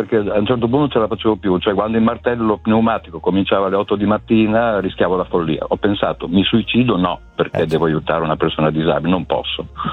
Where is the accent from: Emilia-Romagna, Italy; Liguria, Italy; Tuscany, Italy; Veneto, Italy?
Emilia-Romagna, Italy; Bologna; e alla fine, da buon bolognese, ho detto, pesante.